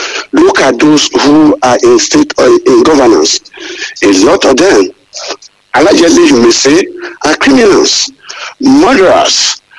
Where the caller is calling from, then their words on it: Ibadan, Oyo, Nigeria; I am from Ibadan. … I'm in Ibadan.